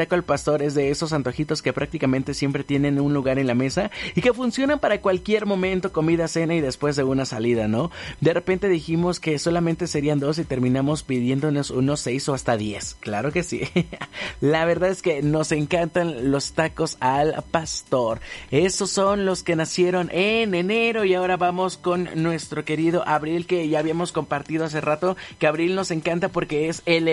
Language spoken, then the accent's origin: Spanish; Guerrero, Mexico; moved away; yo soy de Guerrero